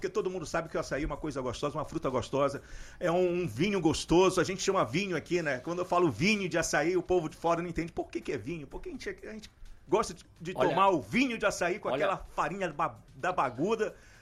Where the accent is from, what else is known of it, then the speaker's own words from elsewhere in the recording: Santarém, Pará, Brazil; moved away as an adult; Eu sou de Santarém do Pará, sou mocorongo, nasci lá em Santarém na década de 90, mais precisamente em 1994